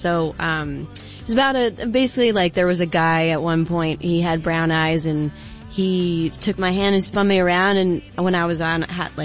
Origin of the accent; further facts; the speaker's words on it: Windsor, Ontario, Canada; A lot of times, like they'll be like, where are you from in Canada? I said, right next to Detroit.